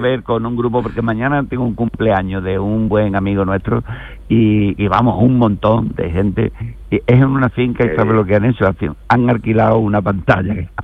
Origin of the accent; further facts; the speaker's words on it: Andalusia, Spain; nosotros somos andaluces y que gane el mejor.